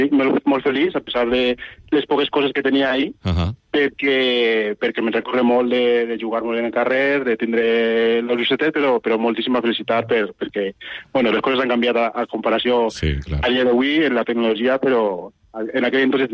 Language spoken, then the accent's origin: Catalan; Equatorial Guinea; now in Ontinyent, Spain; jo vaig néixer, com has dit, en Guinea Equatorial. És un país que va ser, de fet, colònia espanyola.